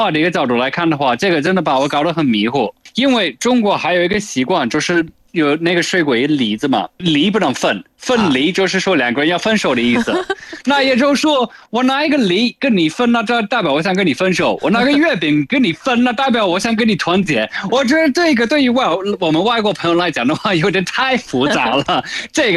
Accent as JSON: {"language": "Chinese", "country": "United Kingdom", "tie": "born or raised there", "said": "像以前我小时候在英国，我们要过节的话，基本上英国所有的传统节日，反正我小时候都是在家跟家里人一起过的。"}